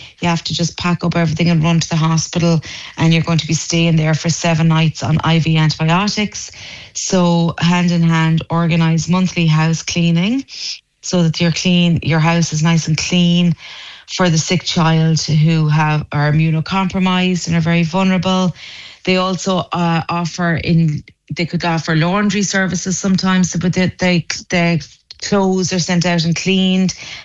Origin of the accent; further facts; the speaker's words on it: Ahascragh, County Galway, Ireland; now in Mullinahone, Ireland; from Ahaskra originally, and I'm living now in Tipperary for the last 20-something years, based in Mullnahone.